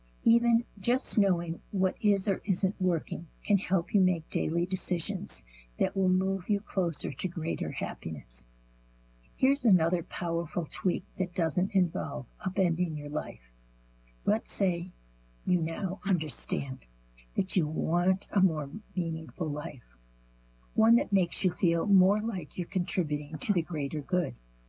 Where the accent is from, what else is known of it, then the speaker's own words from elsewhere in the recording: Columbia, Missouri, United States; I'd always felt different growing up in Columbia, Missouri